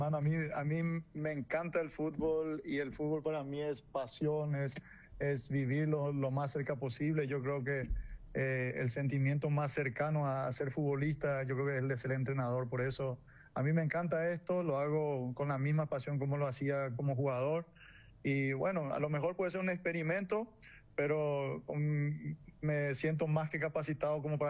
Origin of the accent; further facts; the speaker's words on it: Paraguay; moved away; Feliz, feliz de volver otra vez a Paraguay. Feliz de volver a estar en mi país